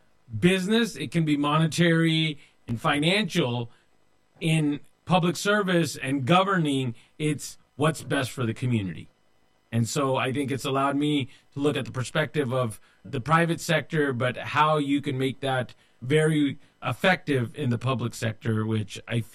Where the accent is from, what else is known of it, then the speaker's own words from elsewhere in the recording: Modesto, California, United States; Both me and my brother went to public schools here in Modesto, born and raised in Modesto.